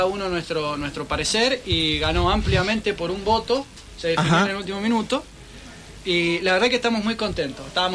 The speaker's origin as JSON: {"language": "Spanish", "town": "General Alvear", "region": "Mendoza", "country": "Argentina", "said": "representar a Alvear, que es de donde somos, de Mendoza"}